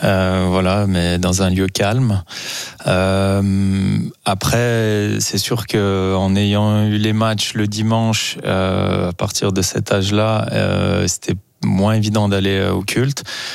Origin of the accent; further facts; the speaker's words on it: Auvergne-Rhône-Alpes, France; Frauges, donc, là où j'ai grandi, voilà, 38.